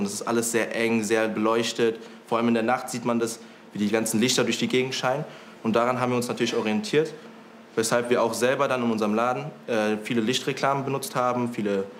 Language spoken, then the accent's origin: German; Hong Kong; German is a second language; now in Germany; Bei uns in Hongkong ist es sehr exotisch, mit vielen Innereien, Darm. Aber das ist halt für Leute in Deutschland oder in Europäer sehr neu und interessant natürlich.